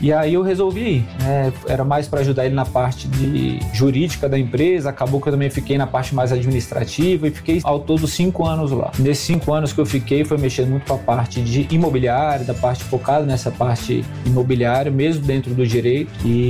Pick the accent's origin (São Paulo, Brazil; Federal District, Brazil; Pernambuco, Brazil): Federal District, Brazil; Brasília; Bom, eu sou nascido e criado aqui, fui criado na Asa Sul, na 306 Sul, então convivi muito aí no plano W3